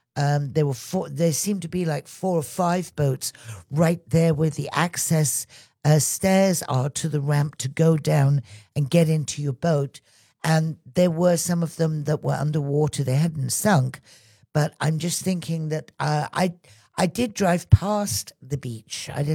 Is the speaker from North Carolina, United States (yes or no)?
yes; North Carolina, United States; I grew up in North Carolina, where meatloaf was what your mama made when payday was still 3 days away.